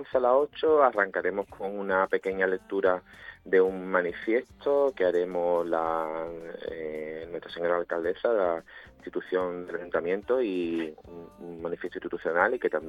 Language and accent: Spanish; Puerto Real, Andalusia, Spain; pero mira, se está haciendo esto en mi pueblo, en Puerto Real, en la asociación, el ayuntamiento, en mi pueblo